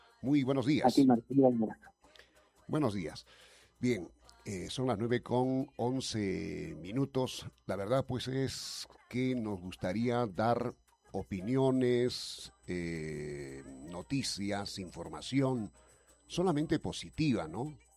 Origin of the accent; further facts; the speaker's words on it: Peru; Y como buenos peruanos